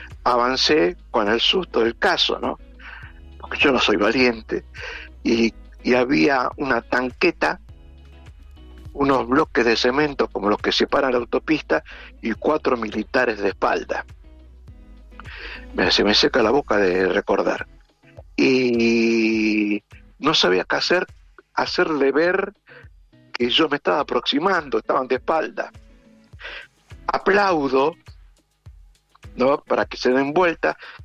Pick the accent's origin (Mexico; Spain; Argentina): Argentina; Y me dice, ¿de dónde eres? De Argentina. Bueno, pero hay muchos argentinos en el ejército israelí. No, soy argentino y turista.